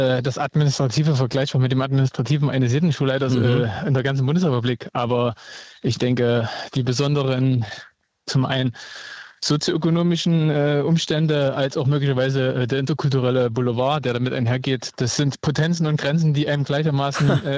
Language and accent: German; Thuringia, Germany; Ich bin Thüringer.